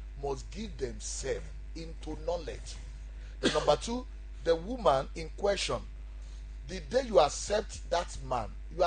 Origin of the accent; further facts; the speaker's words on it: Ondo, Nigeria; in the southwest, in the state I came from Bondo State